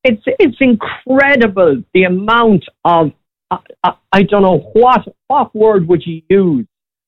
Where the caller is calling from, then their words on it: Ireland; We're Irish.